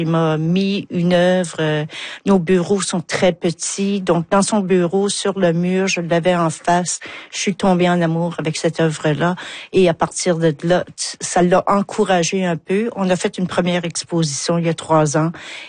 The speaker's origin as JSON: {"language": "French", "town": "Carleton", "country": "Canada", "said": "je viens de Carleton"}